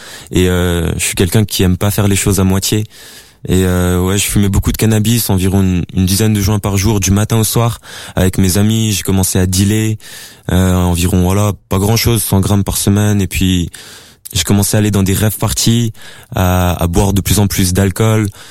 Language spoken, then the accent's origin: French; Grand Est, France; born there; j'ai 19 ans, je suis né en Alsace.